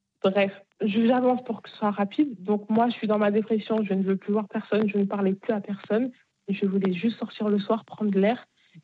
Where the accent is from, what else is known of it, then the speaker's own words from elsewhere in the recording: Bagneux, Île-de-France, France; Parce que moi, je viens de Bagneux.